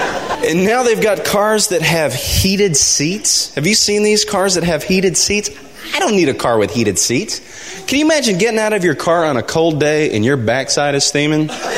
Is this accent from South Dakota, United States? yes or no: no; Nashville, Tennessee, United States